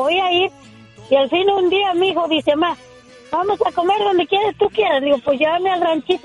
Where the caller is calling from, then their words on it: Fort Worth, Texas, United States; Y yo vivo en Fort Worth.